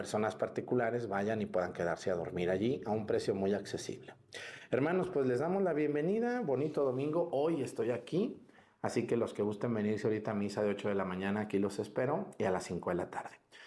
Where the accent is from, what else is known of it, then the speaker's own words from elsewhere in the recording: Mexticacán, Jalisco, Mexico; born there; moved away; allá en mi pueblo, en Mesticacán